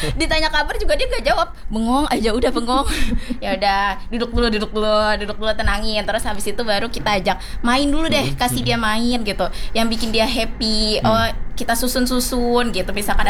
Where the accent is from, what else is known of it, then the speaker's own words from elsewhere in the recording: Jakarta, Indonesia; Saya juga orang Betawi.